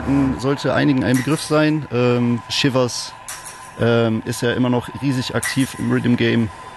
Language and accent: German; Cologne, North Rhine-Westphalia, Germany; mein Kollege Sebalo ist gar nicht hier, wir kommen beide aus Köln